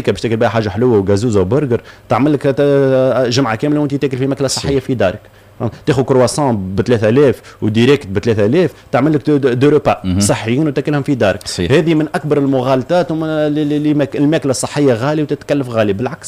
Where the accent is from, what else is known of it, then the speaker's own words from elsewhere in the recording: Tunisia; احنا مواطن تونسي يقعد بار اكزومبل شاد الصف الصباح ربع ساعة